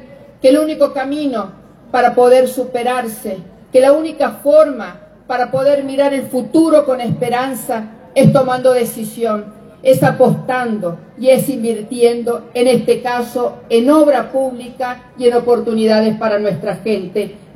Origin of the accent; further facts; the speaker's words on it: La Rioja, Argentina; somos riojanos y riojanas